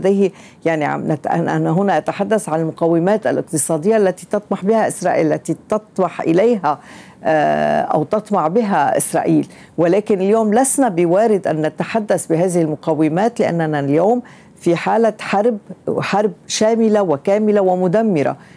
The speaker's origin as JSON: {"language": "Arabic", "country": "Lebanon", "said": "نحن كلبنانيين"}